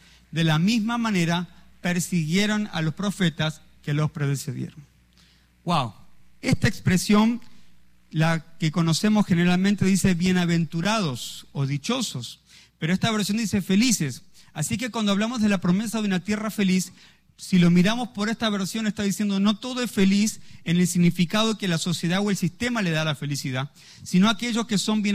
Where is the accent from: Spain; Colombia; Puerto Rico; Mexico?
Colombia; como país, como colombianos.